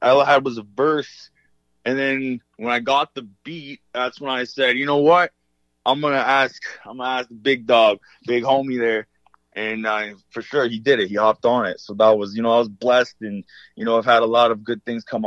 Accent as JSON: {"language": "English", "town": "Vancouver", "region": "British Columbia", "country": "Canada", "tie": "born or raised there", "also_born_or_lived": "Chilliwack", "said": "Like, I come from there. I was born in Vancouver"}